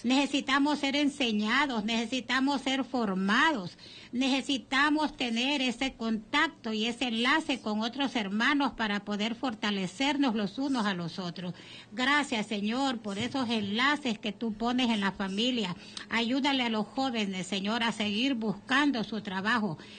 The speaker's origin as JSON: {"language": "Spanish", "country": "Honduras"}